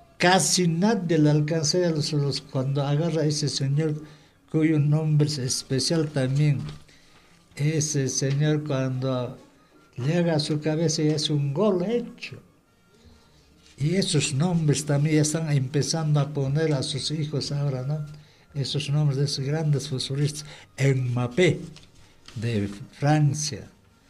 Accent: Peru; yo me siento como argentino cuando juega argentino, puesto que los peruanos ya no estamos participando aquí

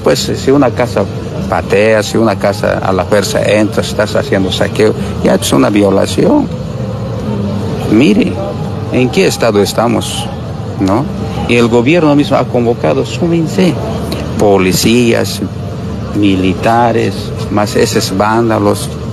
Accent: Bolivia; now in Chimoré, Bolivia; Nosotros como pueblo boliviano

